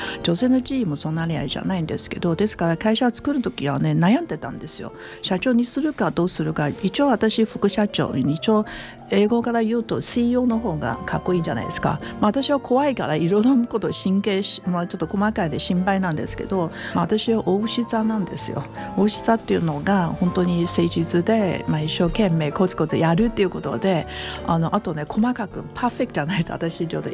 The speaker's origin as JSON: {"language": "Japanese", "country": "Taiwan", "said": "最初はもう台湾の出身ですから台湾は詳しいんですね"}